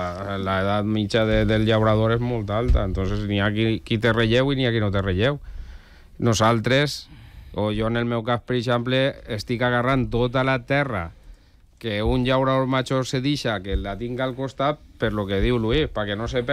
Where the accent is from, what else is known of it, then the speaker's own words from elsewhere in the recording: Meliana, Valencian Community, Spain; Jo que sóc de Meliana